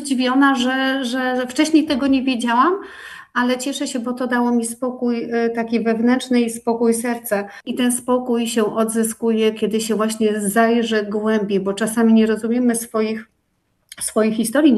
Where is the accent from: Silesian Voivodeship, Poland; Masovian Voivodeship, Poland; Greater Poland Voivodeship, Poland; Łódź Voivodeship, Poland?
Łódź Voivodeship, Poland; Niewiadów; Najbliższy ujazd, Niewiadów, bo pochodzę z Niewiadowa. To są te okolice.